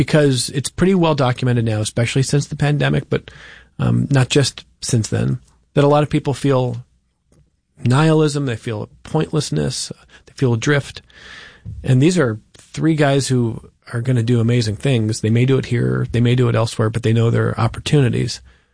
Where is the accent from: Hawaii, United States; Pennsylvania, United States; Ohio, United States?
Ohio, United States; Cleveland; now in Rochester, United States; I mean, I love living in Rochester. I grew up in Cleveland